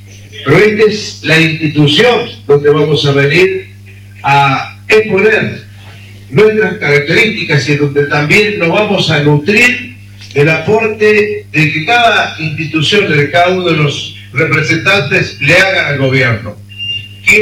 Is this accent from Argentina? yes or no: yes; La Rioja, Argentina; Somos riojanos